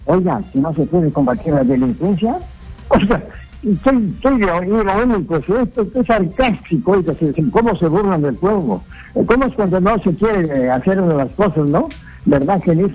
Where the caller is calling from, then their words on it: Carabayllo, Lima, Peru; De acá de Caraballo